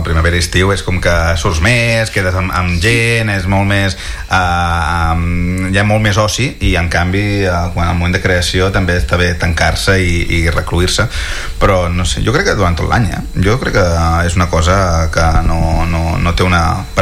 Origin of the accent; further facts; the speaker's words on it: L'Escala, Catalonia, Spain; now in Sant Julià de Ramis, Spain; Jo sóc de l'Escala, sóc de poble, ja a l'estiu quan ve molta gent m'estressa molt. Ara fa molts anys que estic visquent a Sant Julià de Ramis, que és un poble molt tranquil, molt tranquil, encara que estigui al costat de Girona.